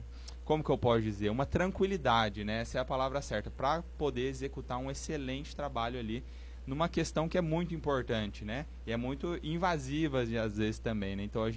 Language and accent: Portuguese; Pindamonhangaba, São Paulo, Brazil; eu sou de Moreira César, eu moro lá